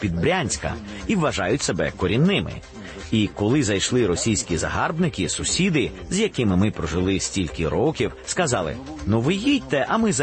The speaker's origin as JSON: {"language": "Ukrainian", "town": "Sukhumi", "region": "Abkhazia", "country": "Georgia", "tie": "born or raised there", "also_born_or_lived": "Uzbekistan / Crimea", "moved": "as an adult", "lives_now": "Ukraine", "said": "Там моє дитинство проминуло. І школу, і музичне училище закінчив в Абхазії, в Сухумі."}